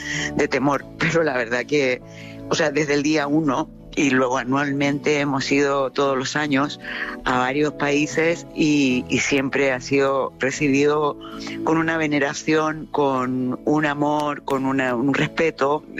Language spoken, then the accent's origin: Spanish; Chile; born there; yo que nací en Chile